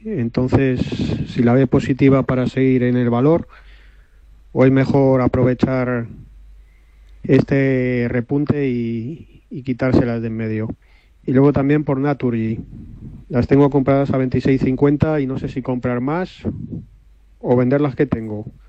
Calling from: Madrid, Community of Madrid, Spain; llamo desde Madrid.

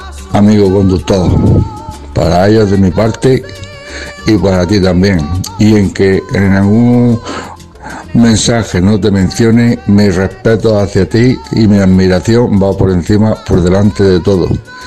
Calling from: Fuente Álamo, Region of Murcia, Spain; de Fuentealba, Murcia.

